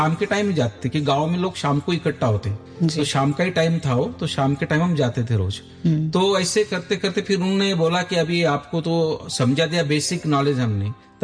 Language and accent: Hindi; Bhadgaon, Maharashtra, India; हमारे गांव में, जब जलगांव डिस्ट्रिक्ट में भड़गांव तहसील में हमारा गांव है, तो वहां पर हम रहते थे।